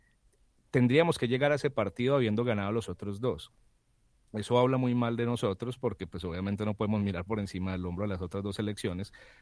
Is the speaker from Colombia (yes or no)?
yes; Colombia; pero pues obviamente como los colombianos queremos que les vaya bien